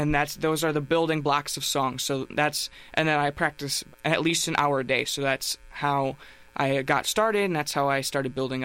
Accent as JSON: {"language": "English", "region": "Wisconsin", "country": "United States", "tie": "born or raised there"}